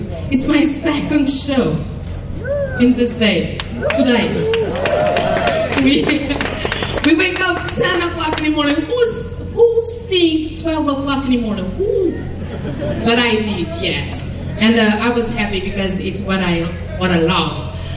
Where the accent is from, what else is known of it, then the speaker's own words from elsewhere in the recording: Cape Verde; I'm from Cabo Verde.